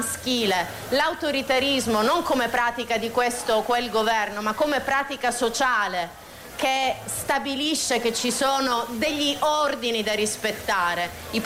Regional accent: Bologna, Emilia-Romagna, Italy; io vengo da Bologna

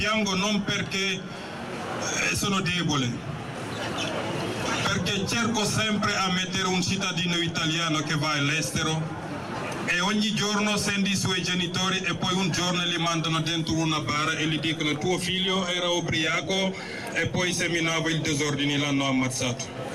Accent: Senegal; now in Italy; Sono senegalese.

